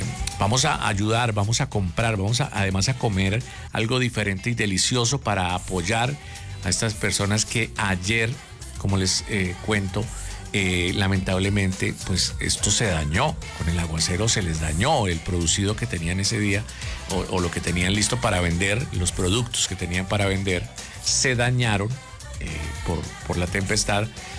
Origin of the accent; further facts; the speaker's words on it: Colombia; la invitación para que todos los bumangueses y como buenos colombianos nos unamos más fuertes que nunca.